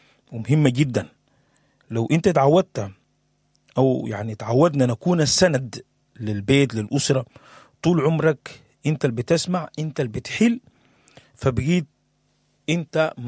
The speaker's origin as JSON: {"language": "Arabic", "country": "Sudan", "moved": "yes", "said": "يحفظ كل الناس اللي هاجرت وسابت السودان وبعيدة من السودان ولها سنين طويلة في دول مختلفة, يعني احنا في شتات غير عادي في دول كثيرة جدا جدا."}